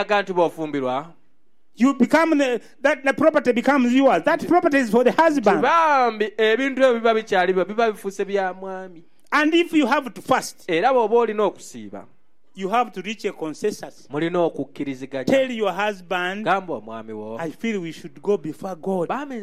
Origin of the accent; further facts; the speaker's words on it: Hoima, Western Region, Uganda; But I come from Hoima.